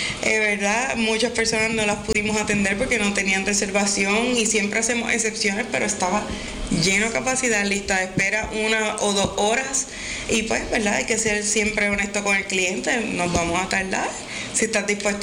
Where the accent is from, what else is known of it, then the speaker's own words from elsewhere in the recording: Sabana Grande, Puerto Rico; Yo soy de Sabana Grande, somos un pueblo, como digo Jan, con un paladar criollito.